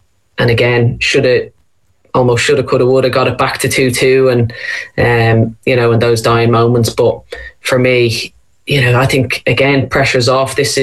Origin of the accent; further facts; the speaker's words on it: Ireland; You love that as a, you know, as an Irish player, kind of you know, really trying to come out of those shadows of an underdog.